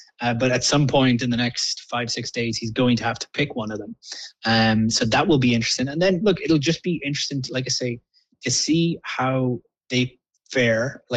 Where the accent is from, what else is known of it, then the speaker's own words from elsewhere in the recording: Ireland; I'm originally from Ireland.